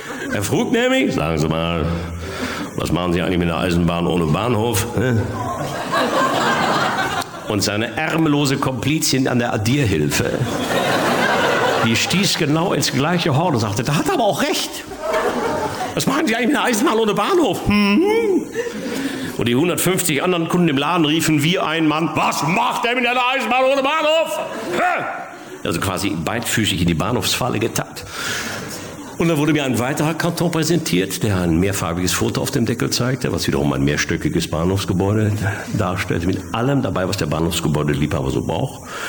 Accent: North Rhine-Westphalia, Germany; ich komme aus dem Ruhrgebiet und bei uns zu Hause fangen eigentlich alle Sätze mit also an.

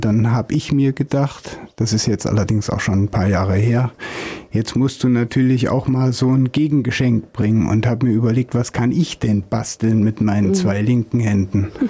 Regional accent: Eschwege, Hesse, Germany; moved away; Ganz besonders freue ich mich natürlich, dass ich hier in Eschwege sein kann. Da sehe ich mal meine alte Heimat wieder.

